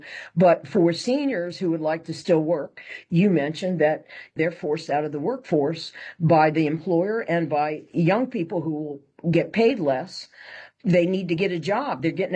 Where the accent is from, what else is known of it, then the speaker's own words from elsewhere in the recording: Florida, United States; also born or lived in California; I lived in California 30 years because there's no humidity like where I grew up in Florida.